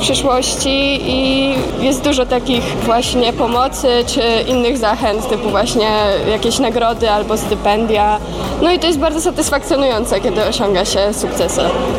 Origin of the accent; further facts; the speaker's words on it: Bydgoszcz, Kuyavian-Pomeranian Voivodeship, Poland; Z Bydgoszczy.